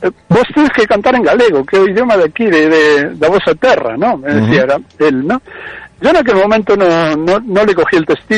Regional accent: Argentina; now in Fene, Spain; son de mi tierra

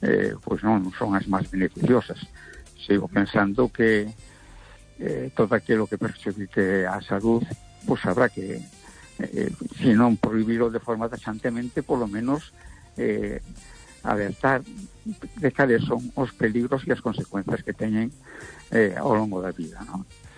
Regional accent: A Coruña, Galicia, Spain; Vamos a ver … de Coruña.

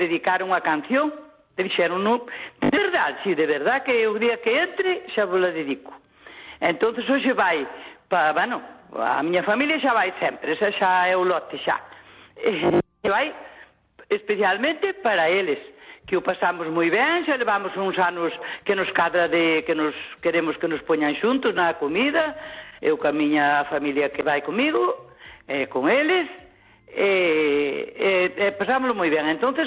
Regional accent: Cacheiras, Galicia, Spain; now in Santiago de Compostela, Spain; Eu pois un sello de Teio, pero son de Cacheiras.

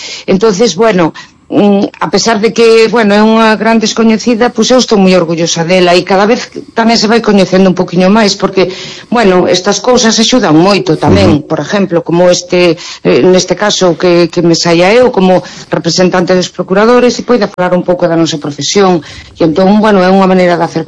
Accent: Cartelle, Galicia, Spain; no meu pobo, que eu son de Cartelle.

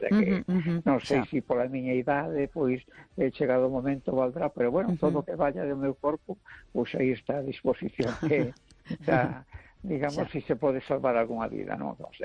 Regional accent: Galicia, Spain; hai que telo en conta e que importante para, bueno, pois para nós como galegos

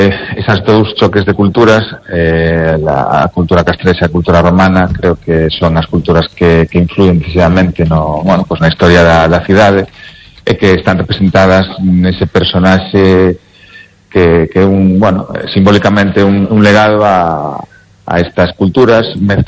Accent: Lugo, Galicia, Spain; moved away

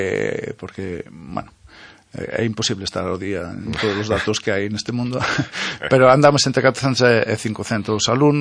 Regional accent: Couto, Galicia, Spain; porque, bueno, son do Couto, para que non o sepa, e na asociación do Couto, pues, sempre houve, bueno, clases de tradi. E eu nacín con eso, cando tiña 6, 7 anos xa empecé a tocar.

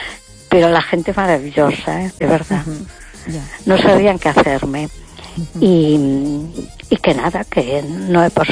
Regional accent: A Coruña, Galicia, Spain

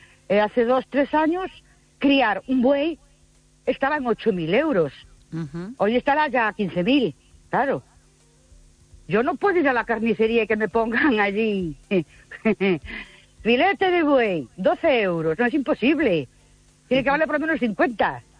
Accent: Ourense, Galicia, Spain; de Orense otra vez.

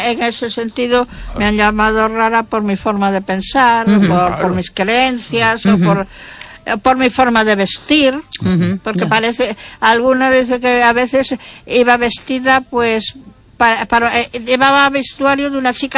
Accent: Galicia, Spain; Pues yo, perdona la audiencia, soy gallega.

